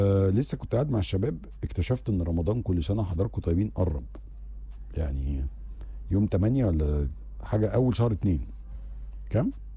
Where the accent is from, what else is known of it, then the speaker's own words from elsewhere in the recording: Egypt; وإحنا كمصريين